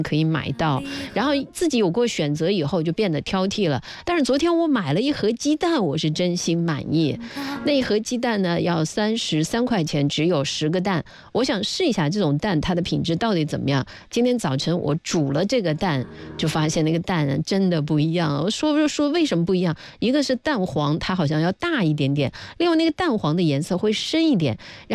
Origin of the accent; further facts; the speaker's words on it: Zhejiang, China; 咱们浙江人